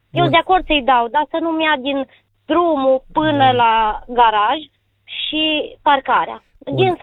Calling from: Borșa, Maramureș County, Romania; din Borșa Maramureș.

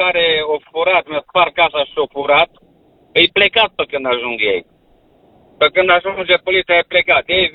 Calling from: Satu Mare County, Romania; sunt din Satul Mare.

